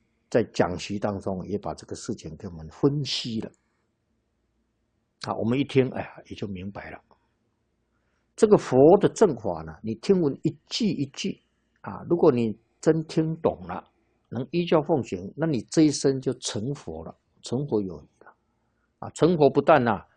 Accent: China; 那我们中国人呐、啊。昼夜分为12个时辰

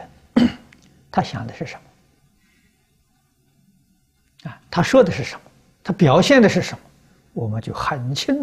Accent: China; 我们中国人讲史实

